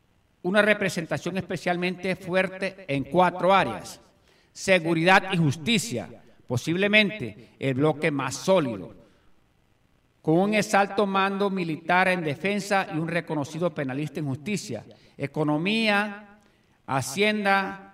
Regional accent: Colombia; somos todos los colombianos

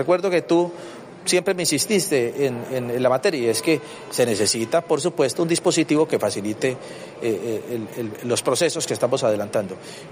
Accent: Buenaventura, Valle del Cauca, Colombia; que somos vallecaucanos, que somos de Buenaventura, que tenemos aquí nosotros también nuestro corazón

